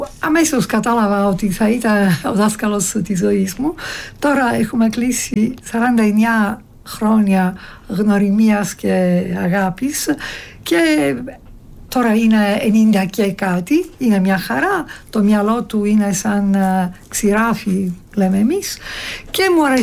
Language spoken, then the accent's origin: Greek; Palermo, Sicily, Italy; Greek is a second language; γεννήθηκα στο Παλέρμο, Σικελία. Και εκεί πήγα πρώτα σχολείο, ήταν το κλασικό λύκειο